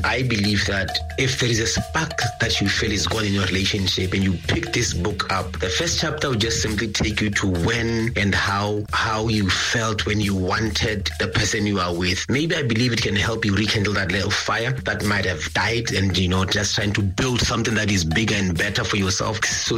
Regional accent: Francistown, Botswana; moved away as an adult; also born or lived in Orapa / Molepolole; now in Maun, Botswana; I'm a 40-year-old Kalanga man. I grew up in Orapa and Francistown. And I did my tertiary in Molepolo

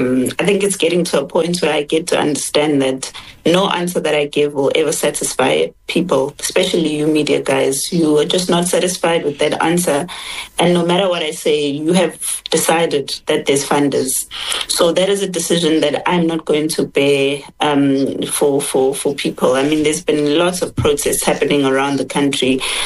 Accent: South Africa; as a South African myself

